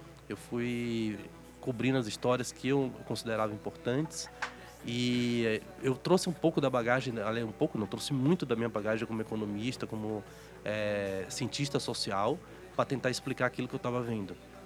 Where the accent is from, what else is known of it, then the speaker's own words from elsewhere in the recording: Salvador, Bahia, Brazil; moved away as an adult; also born or lived in São Paulo / Chile / Curitiba / Porto Alegre; now in Florianópolis, Brazil; Eu me formei em economia em Salvador, na Bahia. Eu nasci em São Paulo, cresci em Salvador.